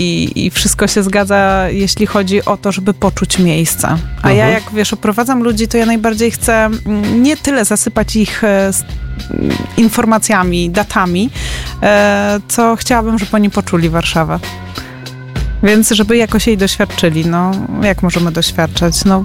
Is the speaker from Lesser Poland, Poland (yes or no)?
no; Warsaw, Masovian Voivodeship, Poland; jestem z Mokotowa i też tam bywam.